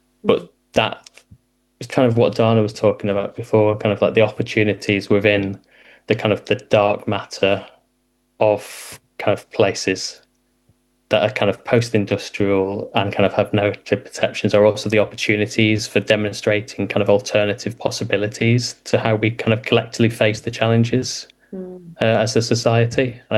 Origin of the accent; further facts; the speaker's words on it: North West England, United Kingdom; I'm originally from Lancashire as well, so kind of my art's kind of taken me all around the country, but it's kind of really nice to kind of land back in to kind of the place I grew up in as well